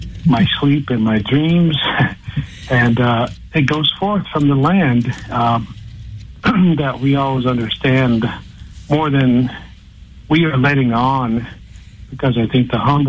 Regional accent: South Dakota, United States; I think that's part of where or why I come from the Black Hills. Is I could say I'm proud, I could say I come from a warrior nation

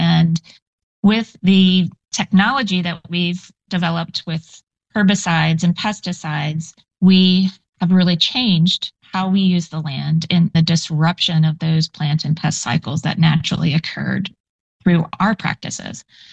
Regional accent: Virginia, United States; I grew up in Virginia, hiking the Appalachian Trail and saw the impacts of hydrologic dams

